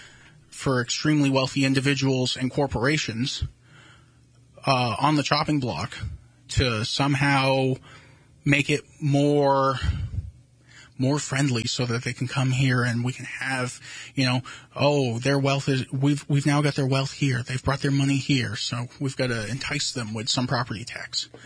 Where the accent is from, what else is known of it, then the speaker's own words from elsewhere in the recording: Charlestown, New Hampshire, United States; I grew up in Charlestown.